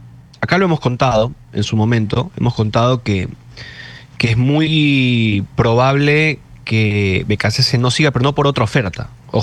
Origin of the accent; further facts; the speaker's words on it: Ecuador; como ecuatorianos, no como prensa, sino como ecuatorianos, hinchas y demás